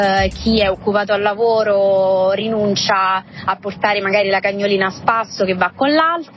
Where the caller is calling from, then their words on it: Latina, Lazio, Italy; da Latina.